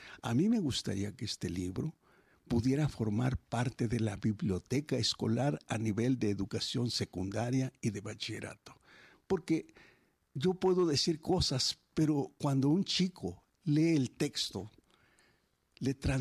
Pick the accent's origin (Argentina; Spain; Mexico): Mexico; Somos mexicanos hablando español.